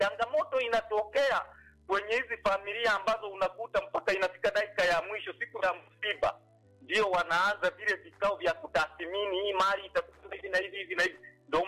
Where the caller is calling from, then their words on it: Manyamanyama, Mara, Tanzania; Nipo Manyamanyama